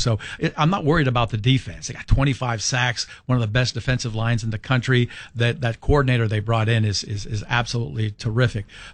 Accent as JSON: {"language": "English", "region": "Florida", "country": "United States", "tie": "born or raised there", "said": "I grew up in South Florida."}